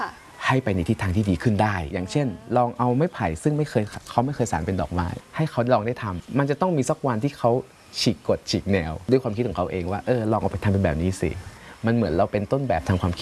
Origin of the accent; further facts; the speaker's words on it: Chiang Mai, Thailand; เอาภายในจังหวัดเชียงใหม่คือเป็นจังหวัดบ้านเกิดของเราเอง